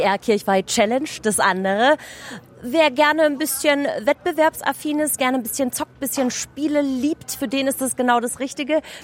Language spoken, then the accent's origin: German; Bavaria, Germany; ich komme aus Oberbayern